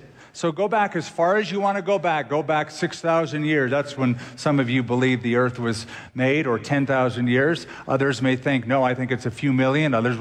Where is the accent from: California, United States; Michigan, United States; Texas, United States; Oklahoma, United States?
California, United States; born or raised there